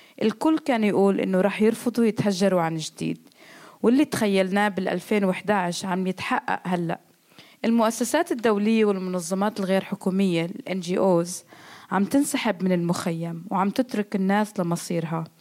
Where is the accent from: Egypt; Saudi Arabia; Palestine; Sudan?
Palestine; واحدة من أكبر تحدياتنا كفلسطينيين هو إنه عم نتبعثر